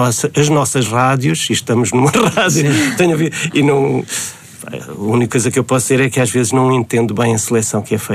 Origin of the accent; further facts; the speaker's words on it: Mozambique; Acho que não, é claro. Quando era miúdo, em Moçambique...